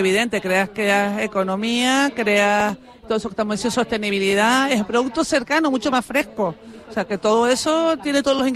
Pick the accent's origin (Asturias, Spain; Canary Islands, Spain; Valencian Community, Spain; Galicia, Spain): Canary Islands, Spain; somos los canarios muy muy proactivos